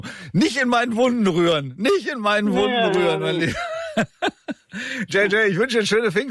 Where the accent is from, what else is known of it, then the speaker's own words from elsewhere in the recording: Northern Germany, Germany; auch als Norddeutscher.